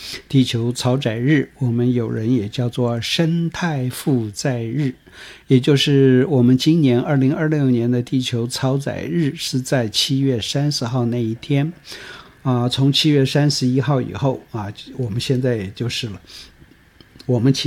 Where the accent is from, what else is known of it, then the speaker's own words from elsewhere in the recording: Taiwan; 所以如果说我们现在全球的人都跟我们台湾人现在的生活方式是一样的